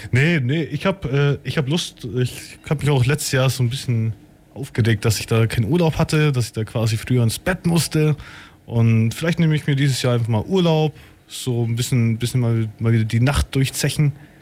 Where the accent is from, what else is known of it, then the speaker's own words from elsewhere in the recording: Weißenhorn, Bavaria, Germany; Nee, eigentlich bin ich ja Weißenhorter.